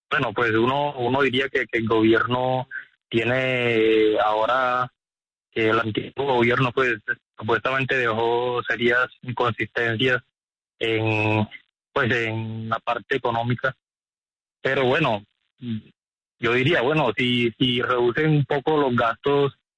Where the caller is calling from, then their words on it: Don Matías, Antioquia, Colombia; Desde Don Matías.